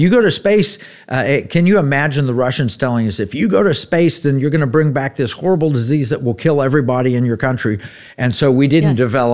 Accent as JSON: {"language": "English", "town": "Tulsa", "region": "Oklahoma", "country": "United States", "tie": "born or raised there", "said": "which, by the way, was one we grew up with in Tulsa."}